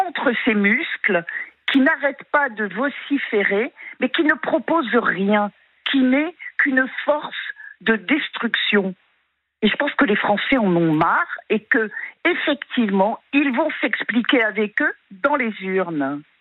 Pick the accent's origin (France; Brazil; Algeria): France; Je suis française, je vis en France, j'assume et je fais ce que je veux.